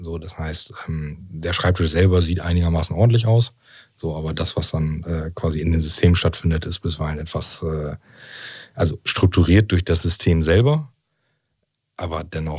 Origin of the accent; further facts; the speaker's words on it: Wilhelmshaven, Lower Saxony, Germany; now in Osnabrück, Germany; So, ich komme aus Wilhelmshaven, wir haben da immer noch einen großen Teil unseres Unternehmens.